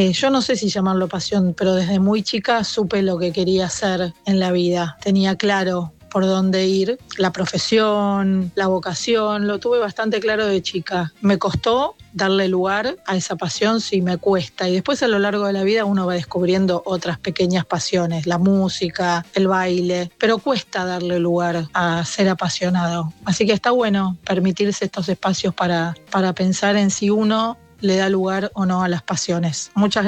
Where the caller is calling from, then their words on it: Buenos Aires, Argentina; de Saavedra.